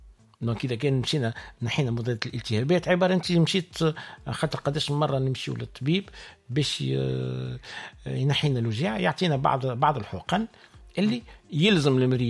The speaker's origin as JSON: {"language": "Arabic", "region": "Sahel", "country": "Tunisia", "said": "كما نقولوا احنا عندنا في الساحل"}